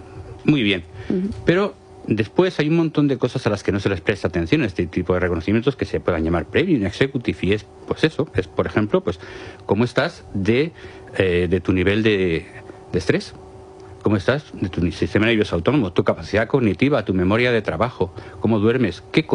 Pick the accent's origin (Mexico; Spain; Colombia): Spain; Madrid, Community of Madrid; now in Alicante, Spain; Yo soy madrileño, pero ya he afincado en Alicante hace mucho tiempo